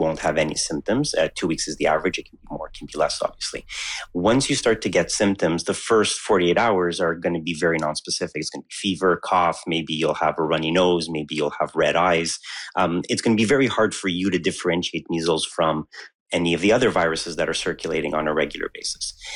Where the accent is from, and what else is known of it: Canada